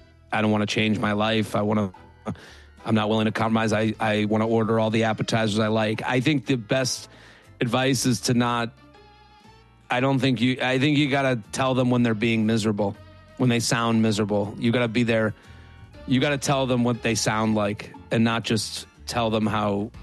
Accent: Needham, Massachusetts, United States; I'm from Needham. So it's like cool to hear like all the, you know, 617 numbers and BU and all that stuff.

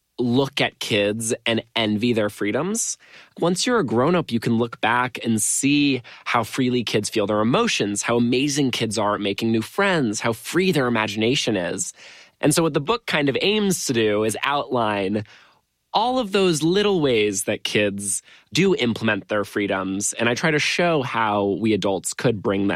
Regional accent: London, United Kingdom; I'm from London.

